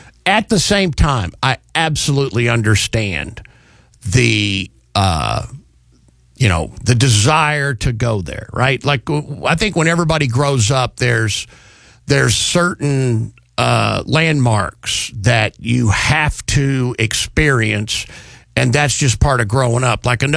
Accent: Dallas, Texas, United States; moved away; when I was a little kid, one of the things that we would do growing up in Texas, I would go to White Rock Lake. White Rock Lake is not a very big lake in the Dallas area

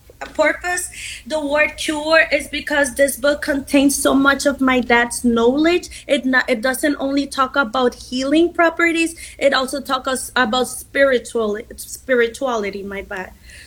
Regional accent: Honduras; I'm also from Honduras. We're from Honduras.

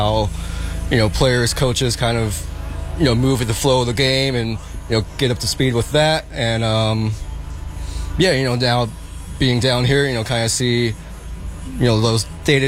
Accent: Bay Area, California, United States; growing up in the Bay Area

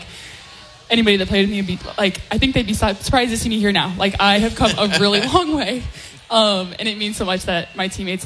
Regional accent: Wapakoneta, Ohio, United States; moved away as an adult; also born or lived in Columbus, Ohio; now in Tuscaloosa, United States; Yes, so I'm from Wapakoneta, Ohio, really small town in Ohio.

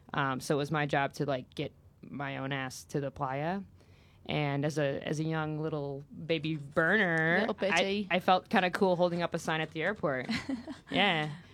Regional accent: Wisconsin, United States; now in New York City, United States; I'm originally from Wisconsin. I live in New York City, but I just happened to be in Melbourne, Australia.

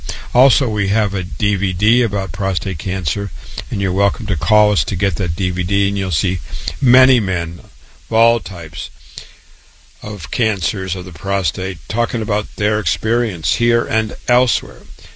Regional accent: Waterloo, Iowa, United States; I was born and raised in Waterloo, Iowa. I went to public school, university, medical school, MD, real doctor, MD.

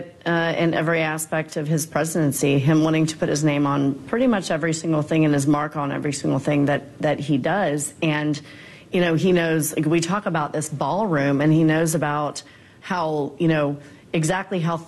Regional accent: Texas, United States; But like, I'm from Texas, and my mom is calling me and asking about water issues in Texas.

